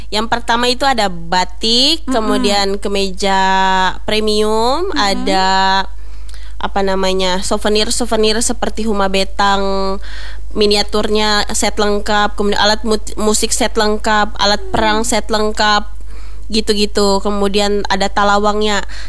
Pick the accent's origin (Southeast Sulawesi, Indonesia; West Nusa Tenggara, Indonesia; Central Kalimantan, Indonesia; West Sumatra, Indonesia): Central Kalimantan, Indonesia; saya sendiri dari Barito Timur, saya Dayak Mayan